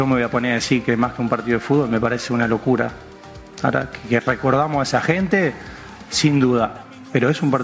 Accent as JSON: {"language": "Spanish", "country": "Argentina", "said": "Ahora que nosotros, ya, como argentinos..."}